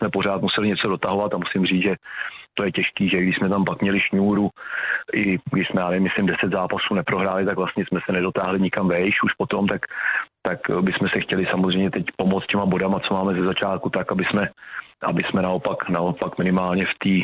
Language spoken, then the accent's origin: Czech; Prague, Czechia; když jsem byl, řeknu, malej, tak jsem původem z Prahy, tak jsem na Spartu s tátou chodil často